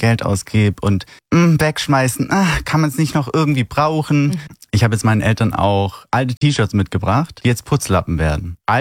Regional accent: Baden-Württemberg, Germany; now in Berlin, Germany; als Schwabe darfst du ja auch nichts wegschmeißen.

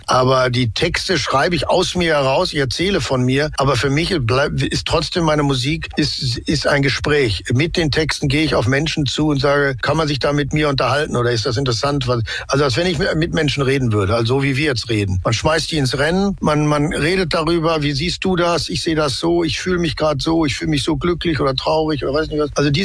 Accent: North Rhine-Westphalia, Germany; Ich bin halt im Ruhrgebiet aufgewachsen, da trägt man das Herz auf der Zunge und da gibt es eine schnelle, knackige Ansprache

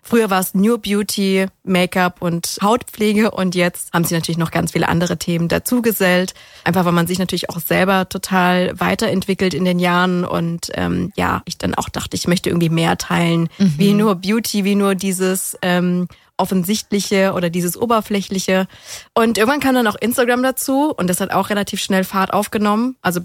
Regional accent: Germany; ich komme ja nicht ursprünglich aus Convestheim und ich bin ja auf dem Land groß geworden mit Einwohnerzahl von 900. Da kennt jeder jeden.

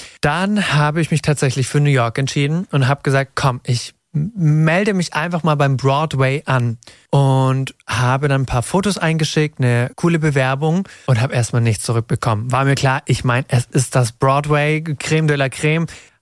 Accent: Ditzingen, Baden-Württemberg, Germany; Ich komme aus Nähe Stuttgart, Ditzingen

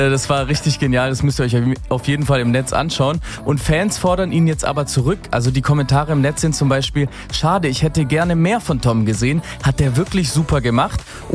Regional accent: Tübingen, Baden-Württemberg, Germany; So, meine Heimatstadt Tübingen, die wird mich hoffentlich unterstützen, Yvonne.

